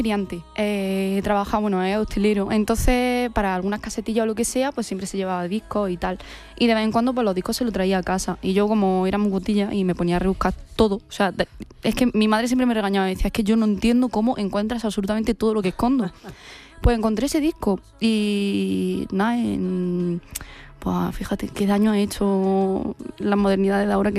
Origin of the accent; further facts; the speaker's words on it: Torre del Campo, Andalusia, Spain; moved away as an adult; also born or lived in Melilla / Granada; yo he nacido en Melilla, estuve ahí hasta los 3 añitos y ya mis padres se mudaron a Jaén, me criaron en Torre del Campo